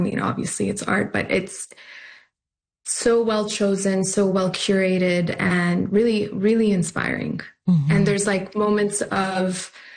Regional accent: Canada; now in Dubai, United Arab Emirates; still very attached to Toronto and Canada. And I am Canadian, so I think I made the move during COVID, and I guess I wanted a change

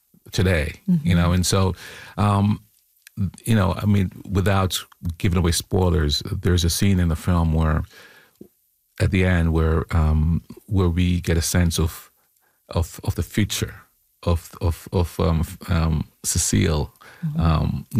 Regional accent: Jamaica; born there; I mean, I was born in Jamaica, you know, and so the idea of magic and reality operating on the same plane is not unusual for me.

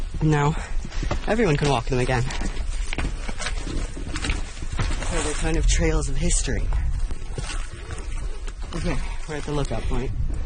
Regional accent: Calgary, Alberta, Canada; I'm from Calgary

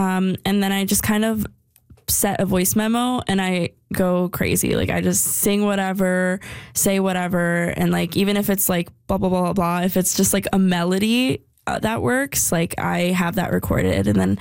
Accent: Calgary, Alberta, Canada; I am an artist from Calgary, Alberta.

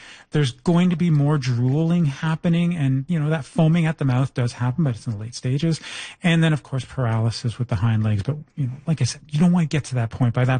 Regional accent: Toronto, Ontario, Canada; I come from Toronto where the raccoons come out and sunbathe right on your lawn.

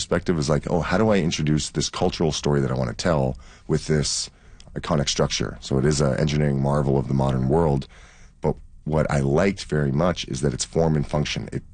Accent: Toronto, Ontario, Canada; We grew up in Toronto, if you're from the city, where you think that it's always been what it is.

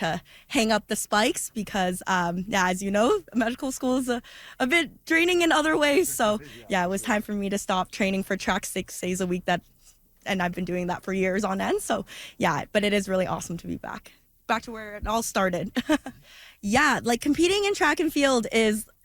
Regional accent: Hay River, Northwest Territories, Canada; I grew up in Hay River and graduated from Diamond Jeunesse Secondary School in 2018.

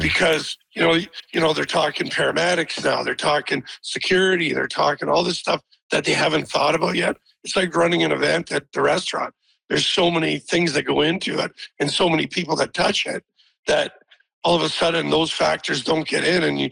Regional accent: Canada; Like, as a Canadian, we're going to bear that cost.

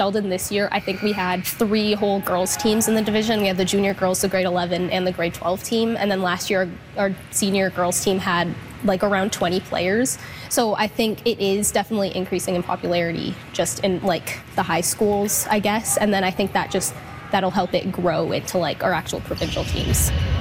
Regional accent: Egypt; now in Saskatchewan, Canada; I'm originally from Egypt

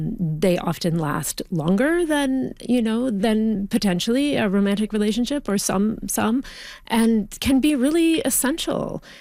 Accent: Ontario, Canada; Well, I grew up in Northern Ontario. It's where I am from. It's sort of in my bones, I guess, and rural Northern Ontario, like in the bush on a dead end gravel road off the Trans-Canada Highway

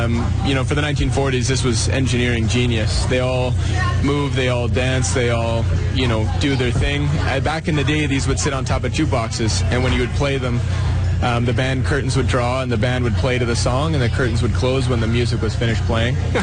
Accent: Drumheller, Alberta, Canada; I grew up in Drumheller, yeah.

